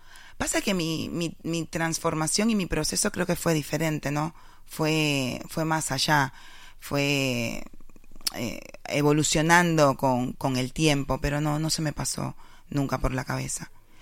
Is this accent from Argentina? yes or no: no; Cuba; born there; moved away